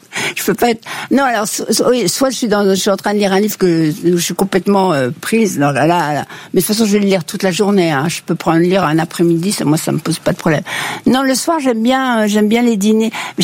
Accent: Casablanca, Casablanca-Settat, Morocco; moved away; Et moi, je suis née au Maroc, vous savez.

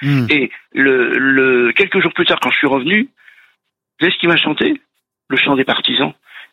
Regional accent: Île-de-France, France; je suis originaire des Yvelines.

